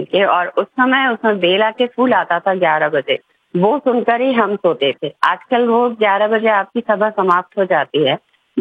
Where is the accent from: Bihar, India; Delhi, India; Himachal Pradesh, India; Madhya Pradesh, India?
Madhya Pradesh, India; Bhopal; moved away as an adult; now in Indore, India; मैं इंदौर में ही रहती हूँ। मेरा मायका और मेरा बचपन भोपाल में गुजरा है